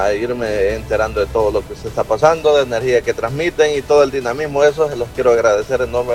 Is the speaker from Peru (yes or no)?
no; El Salvador; pues somos salvadoreños y nosotros tenemos pisto en mano